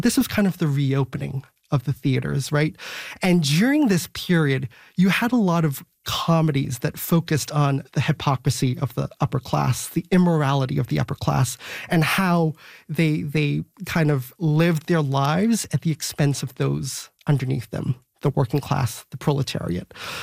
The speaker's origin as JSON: {"language": "English", "country": "Singapore", "said": "I think, you know, as a Singaporean, some of the things didn't work for me"}